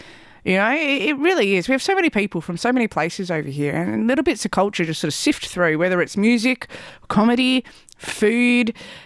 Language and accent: English; Melbourne, Victoria, Australia; You know, I'm from Melbourne, and you want to talk about a multicultural place? Melbourne is it.